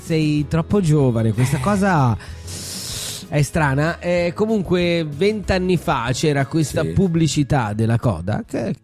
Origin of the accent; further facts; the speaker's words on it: Crotone, Calabria, Italy; Io sono di Crotone